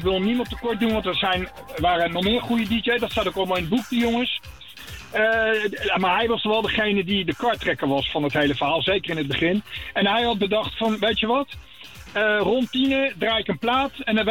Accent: The Hague, South Holland, Netherlands; En ik heb het boek als Hagenees voor Hagenezen gemaakt.

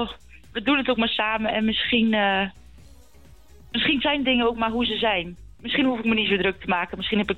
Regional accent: Friesland, Netherlands; first language Frisian; Dutch is a second language; now in The Hague, Netherlands; ik ben heel blij dat ik in Den Haag woon. Maar mijn moedertaal is Fries.

